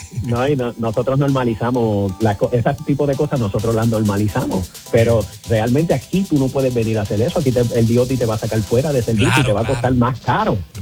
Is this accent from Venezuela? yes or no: no; Puerto Rico; now in United States; yo que vengo de Puerto Rico es un país que somos consumistas